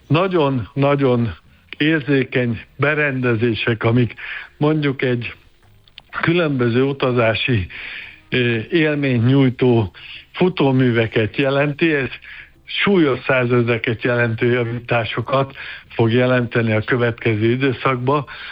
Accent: Hungary; mi magyarok vagyunk

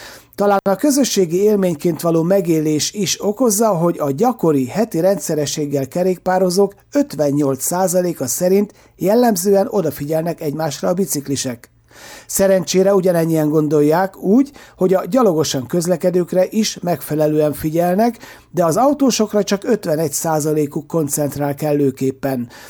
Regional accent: Söjtör, Zala, Hungary; én gyermekkoromban a szomszéd faluban Söjtörön nőttem fel

